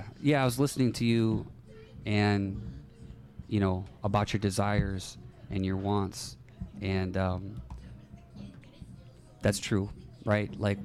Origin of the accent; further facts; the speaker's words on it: Milwaukee, Wisconsin, United States; I'm from Milwaukee. I don't surf.